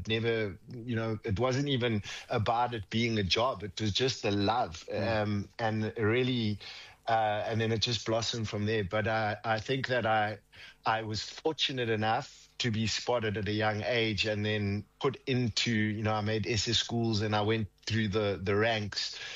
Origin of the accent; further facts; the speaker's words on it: South Africa; as a South African